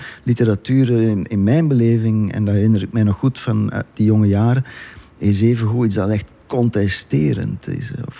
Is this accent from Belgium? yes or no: yes; Flanders, Belgium; accent: Waasland; wij komen alle 2 van het Waasland.